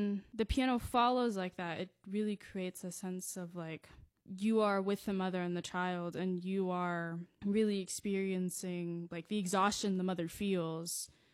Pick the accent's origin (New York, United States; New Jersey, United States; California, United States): New York, United States; born there; I'm Venezuelan on both sides, but I was born in New York.